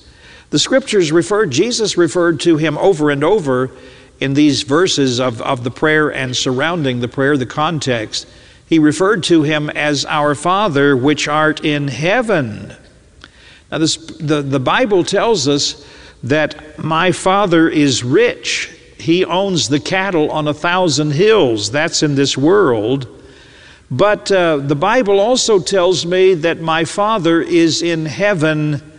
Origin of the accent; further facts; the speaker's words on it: the South, United States; I happen to be a child of the Southland. I was born and reared in the South.